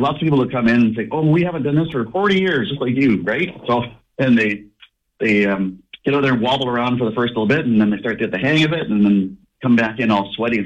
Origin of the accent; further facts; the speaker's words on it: Victoria, British Columbia, Canada; I am from Victoria